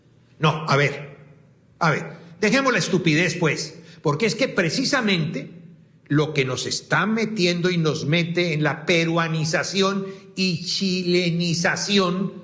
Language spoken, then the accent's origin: Spanish; Colombia